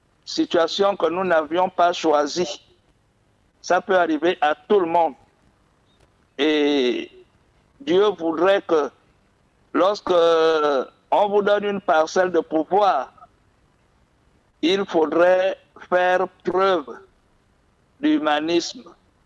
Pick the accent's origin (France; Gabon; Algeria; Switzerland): Gabon; Nous sommes aussi des Gabonais comme vous.